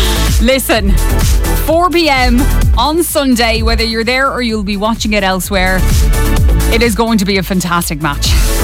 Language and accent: English; Kerry, Munster, Ireland; now in Dublin, Ireland; I am from Kerry, if you did not know this.